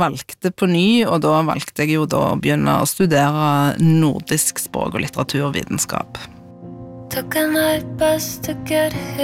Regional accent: Sandnes, Rogaland, Norway; det var jo sånn at alle ungene I gata der jeg vokste opp, vi sto klar og ventet på bokbussen på mandags ettermiddagen, og de som da var så heldige å ha begynt på skolen, de fikk sitt eget lånekort, og I gamle dager på Sandnes bibliotek

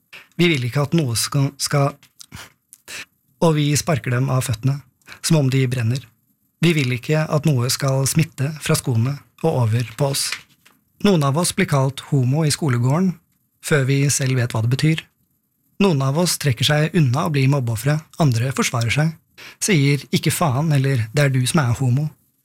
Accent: Oppegård, Akershus, Norway; born or raised there

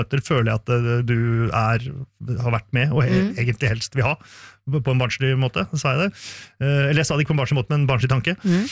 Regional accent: Bærum, Akershus, Norway; kom jeg fra Bærum

